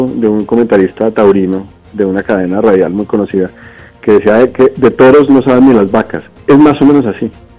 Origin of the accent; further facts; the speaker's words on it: Cali, Valle del Cauca, Colombia; born there; yo nací en Cali